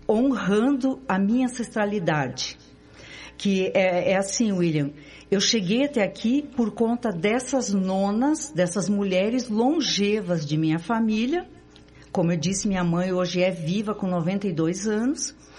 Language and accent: Portuguese; Videira, Santa Catarina, Brazil; also born or lived in Iomerê; Eu sou catarinense. Eu vivi em Videira, Santa Catarina, fica no oeste. E eu, meus pais são de lá